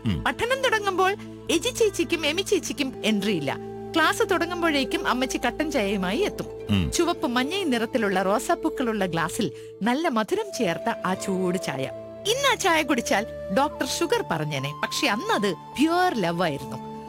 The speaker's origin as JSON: {"language": "Malayalam", "region": "Kerala", "country": "India", "tie": "born or raised there", "said": "മൂന്നാറിനോടടുത്തുള്ള ഇരുട്ടുകണം എന്ന സ്ഥലമാണ് എന്റെ ജന്മനാട്. മൂന്നാറിനോട് ചേർന്ന പ്രദേശമായതുകൊണ്ട് രാവിലെ പുറത്തിറങ്ങുമ്പോ തണുപ്പ് വെറും തണുപ്പല്ല, പല്ലുകൾ തമ്മിൽ മത്സരിച്ച് കൂട്ടിയിരിക്കുന്ന തണുപ്പ്."}